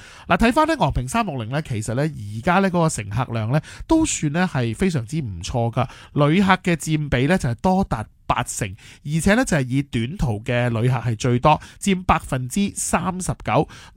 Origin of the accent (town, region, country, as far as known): Hong Kong